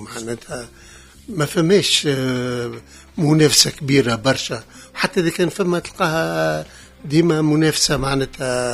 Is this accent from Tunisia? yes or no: yes; Tunisia